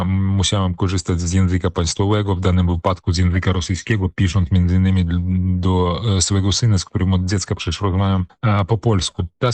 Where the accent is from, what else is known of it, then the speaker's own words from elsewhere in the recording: Grodno Region, Belarus; first language Polish; moved away as an adult; Urodziłem się w Związku Sowieckim, czyli w państwie totalitarnym, gdzie Polaków miało w wypadku BSSR, czyli Białoruskiej Socjalistycznej Republiki Radzieckiej, miało w ogóle nie być.